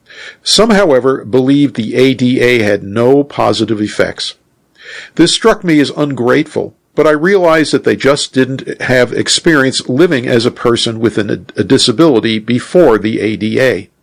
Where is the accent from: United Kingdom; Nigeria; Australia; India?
India; born there; I was born in India.